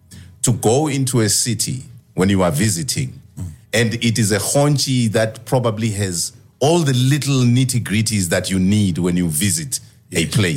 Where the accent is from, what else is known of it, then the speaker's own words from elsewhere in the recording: Gauteng, South Africa; moved away as an adult; also born or lived in KwaZulu-Natal; now in Hartbeespoort, South Africa; KZN born, raised in Soweto and Tembisa